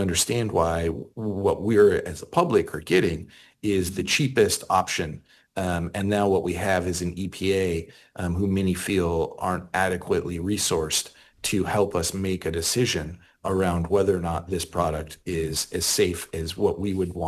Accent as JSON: {"language": "English", "region": "Colorado", "country": "United States", "tie": "born or raised there", "moved": "yes", "lives_now": "San Francisco, United States", "said": "Cause I grew up in Colorado"}